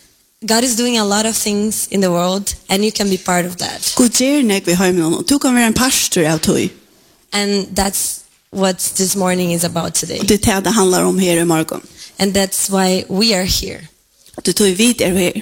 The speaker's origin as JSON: {"language": "English", "country": "Brazil", "said": "I'm from Brazil, the best country in the world."}